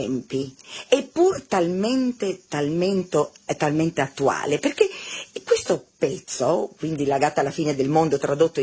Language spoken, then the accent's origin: Italian; Pula, Istria County, Croatia